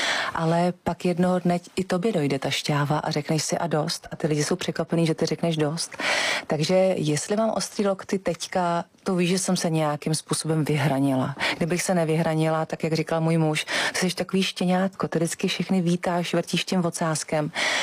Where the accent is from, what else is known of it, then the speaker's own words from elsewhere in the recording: Votice, Central Bohemian Region, Czechia; já pocházím z Votic, což je vlastně u Benešova asi 6000 městečko.